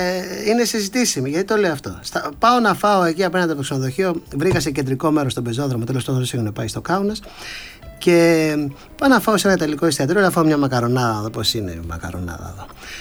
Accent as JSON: {"language": "Greek", "country": "Greece", "said": "είμαι από την Ελλάδα"}